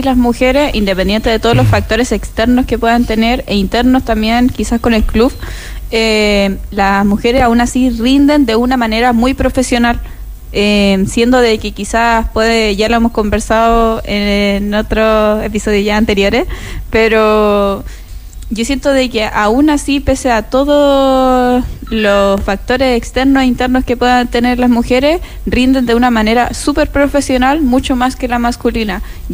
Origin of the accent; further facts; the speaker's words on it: Mejillones, Antofagasta, Chile; no es mi ciudad, porque yo soy de Mejillones, pero... no sé, yo amo mi región y amo el norte